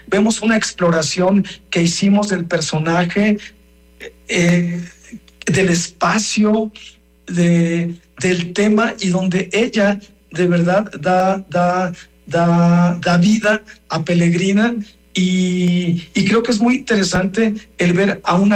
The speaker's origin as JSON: {"language": "Spanish", "town": "Tlapacoyan", "region": "Veracruz", "country": "Mexico", "tie": "born or raised there", "also_born_or_lived": "Xalapa, Veracruz", "moved": "yes", "lives_now": "Mexico City, Mexico", "said": "Tlapacoyan, mi pueblo donde yo nací"}